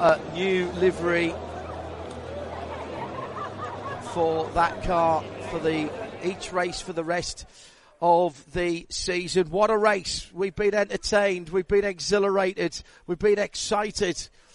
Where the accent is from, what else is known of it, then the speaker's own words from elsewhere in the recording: Imola, Emilia-Romagna, Italy; English is a second language; from Imola, from Italy.